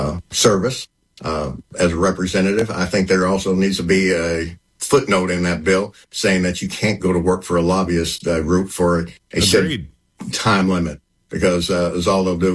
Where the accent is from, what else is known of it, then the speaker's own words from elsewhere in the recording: West Virginia, United States; I grew up primarily in West Virginia, and I can remember them preaching this stuff to us.